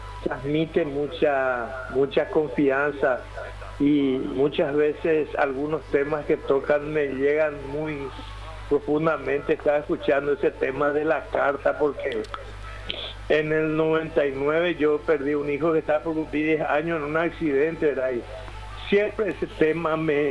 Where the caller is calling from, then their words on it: Luque, Central, Paraguay; En Luque. De Luque yo le llamo. Yo vivo en el segundo barrio.